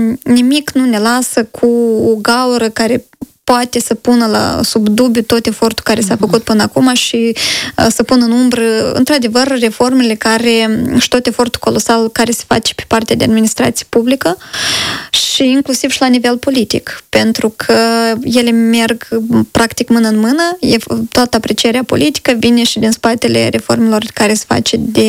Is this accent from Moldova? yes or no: yes; Moldova